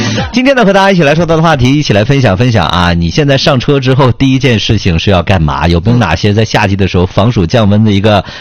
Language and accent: Chinese; China